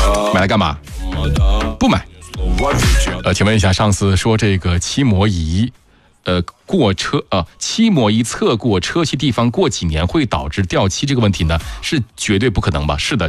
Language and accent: Chinese; Hulunbuir, Inner Mongolia, China; now in Yichang, China; 顺便推荐一下我老家，我是来自呼伦贝尔的啊，美丽的草原啊